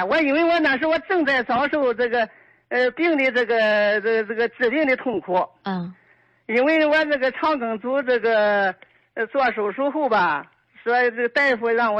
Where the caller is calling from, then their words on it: Zaozhuang, Shandong, China; 我是山东枣庄的